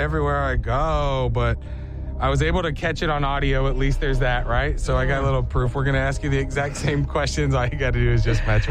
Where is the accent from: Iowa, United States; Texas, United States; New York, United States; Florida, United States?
Texas, United States; Dallas; I grew up in Dallas, Texas